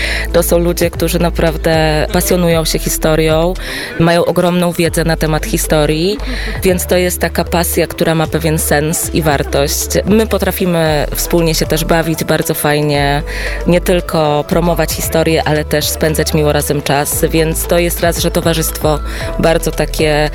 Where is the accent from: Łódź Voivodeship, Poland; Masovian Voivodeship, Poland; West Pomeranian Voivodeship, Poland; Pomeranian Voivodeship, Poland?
Masovian Voivodeship, Poland; Pruszków; przyjechałam spod Warszawy, z Pruszkowa.